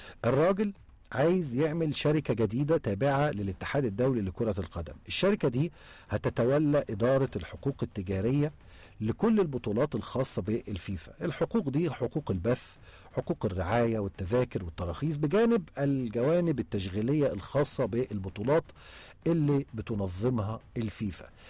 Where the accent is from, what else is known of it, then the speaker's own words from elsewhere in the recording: Egypt; عندنا في مصر